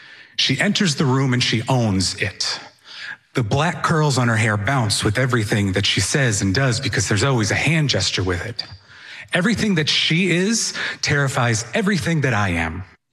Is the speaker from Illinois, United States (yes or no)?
no; Sudbury, Massachusetts, United States; born or raised there; now in Stoneham, United States